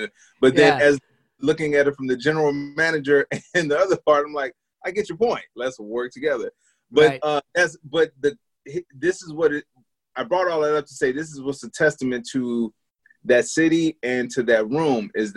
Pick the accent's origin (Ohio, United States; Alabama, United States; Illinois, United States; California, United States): Illinois, United States; Chicago; Dude, and when they find out I'm from Chicago, they'll be like, oh, what do you think about the Sox or the Cubs?